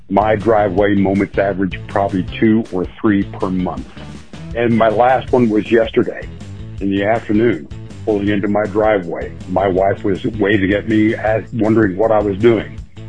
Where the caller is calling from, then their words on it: DeLand, Florida, United States; I'm from DeLand, Florida.